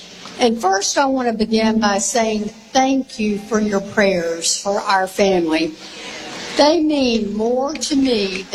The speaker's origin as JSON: {"language": "English", "town": "Central", "region": "South Carolina", "country": "United States", "tie": "born or raised there", "said": "Lindsey and I grew up in Central South Carolina, but I have great memories of Myrtle Beach."}